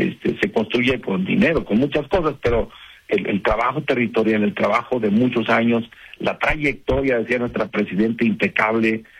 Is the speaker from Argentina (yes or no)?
no; Michoacán, Mexico; mi estado, en Michoacán